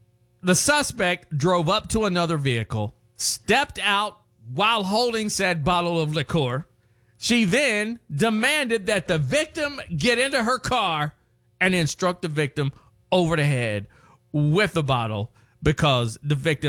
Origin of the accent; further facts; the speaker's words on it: Charleston, West Virginia, United States; I will say this, it did happen in St. Albans, West Virginia. My hometown is Charleston.